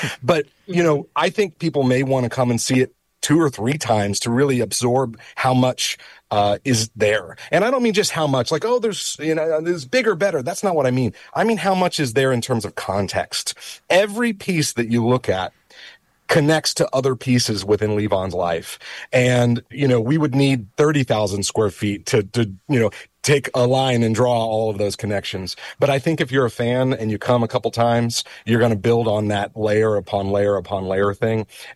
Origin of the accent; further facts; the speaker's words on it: Tulsa, Oklahoma, United States; I grew up in Tulsa, Oklahoma, very much, you know, an aerospace state.